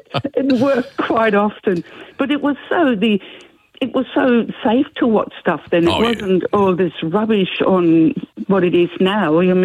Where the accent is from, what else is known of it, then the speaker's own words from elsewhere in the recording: Hamburg, Germany; moved away; I grew up in Hamburg, born in Hamburg and grew up in Hamburg